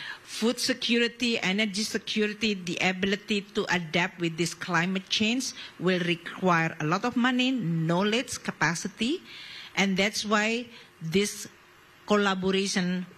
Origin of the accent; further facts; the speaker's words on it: Indonesia; I mean, I come from Indonesia, archipelago country with very obvious this climate change implication.